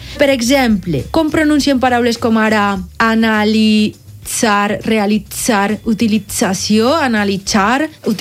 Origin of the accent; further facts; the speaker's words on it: Valencian Community, Spain; És veritat, jo soc de la Plana Baixa i per ahir aquestes coses les escoltem.